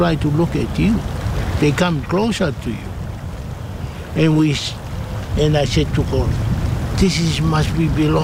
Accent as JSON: {"language": "English", "country": "Tonga", "tie": "born or raised there", "second_language": "English", "said": "When we've been growing up in Tonga, and our parents teach us in so many things"}